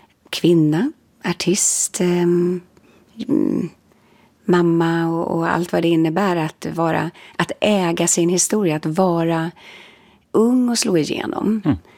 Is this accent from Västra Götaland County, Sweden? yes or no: no; Stockholm, Stockholm County, Sweden